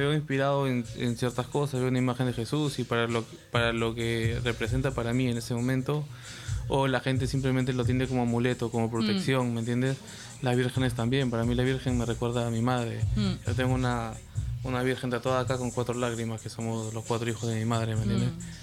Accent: Peru; Yo, como niño peruano, al menos he tenido un amplio conocimiento de diferentes tipos de géneros musicales.

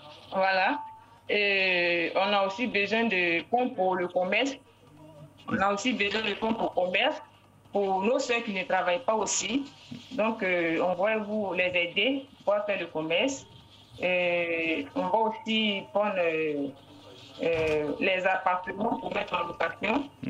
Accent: Côte d’Ivoire; now in Morocco; À tous mes parents qui sont en Côte d'Ivoire … je suis au Maroc.

